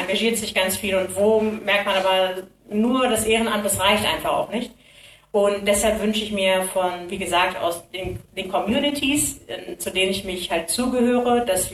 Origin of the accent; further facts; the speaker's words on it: Germany; ich bin auch eine Frau, ich bin auch Deutsche, ich bin Kurdin, ich bin Esidin.